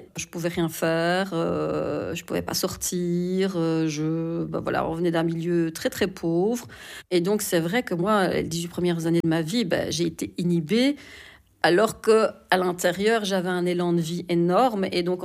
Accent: Hainaut, Belgium; born there; now in Brussels, Belgium; J'ai 49 ans, je suis d'origine turque, je suis née en Belgique, dans le Hainaut, et j'habite à Bruxelles depuis 30 ans

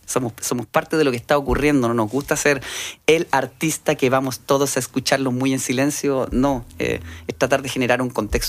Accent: Valparaíso, Chile; Yo vengo de Valparaíso, Chile, que es una ciudad bien específica en el desarrollo de la cueca. Tiene su propio estilo de cueca, la cueca porteña.

